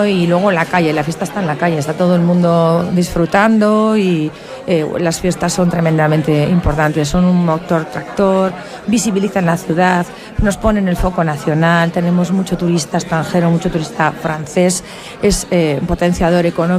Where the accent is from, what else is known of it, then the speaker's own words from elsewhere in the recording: Huesca, Aragon, Spain; soy de Huesca, quiero mucho a mi ciudad.